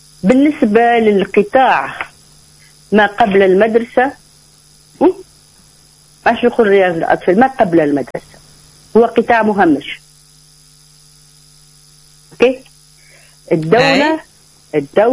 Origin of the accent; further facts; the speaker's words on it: Tunisia; born there; فخورة أني أنا تونسية، وكل ما شارك في واحد نقول أنا تونسية وبنت تونس وتعليم في تونس